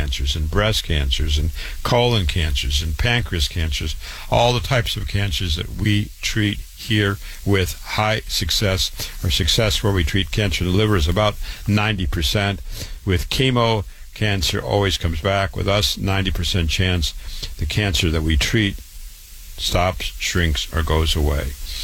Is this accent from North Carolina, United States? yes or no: no; Waterloo, Iowa, United States; You get the same chemo in my hometown of Waterloo, Iowa, as super-duper general.